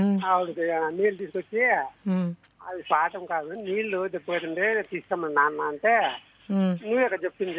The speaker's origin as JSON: {"language": "Telugu", "town": "Pavagada", "region": "Karnataka", "country": "India", "tie": "born or raised there", "said": "మా సొంతూరు వచ్చి పావాడ మేడం, కర్ణాటక ధర్మాలలో ఉన్నాం."}